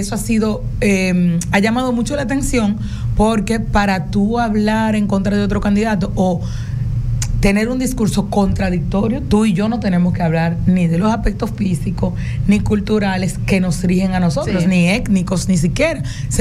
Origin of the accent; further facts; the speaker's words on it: Dominican Republic; don Hipólito habla como hablamos nosotros, los dominicanos y dominicanos